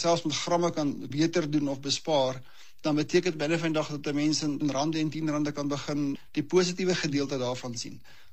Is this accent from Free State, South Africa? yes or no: no; Bethal, Mpumalanga, South Africa; Ek het byna vandag my matriek gemaak by die Hoërskool Hooggenoot, ook op Bethal.